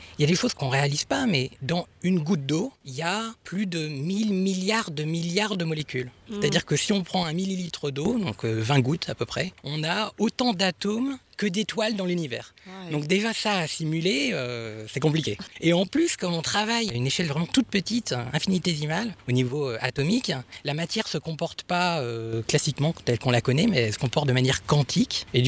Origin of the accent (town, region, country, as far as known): Béthisy-Saint-Pierre, Hauts-de-France, France; born or raised there; now in Japan